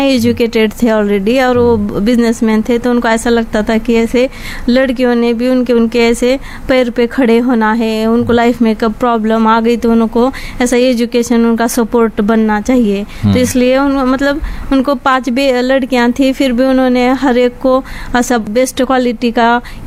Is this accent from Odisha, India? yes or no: no; Ujani, Maharashtra, India; moved away; हमारा गांव भी मतलब बहुत अच्छा है ऐसे।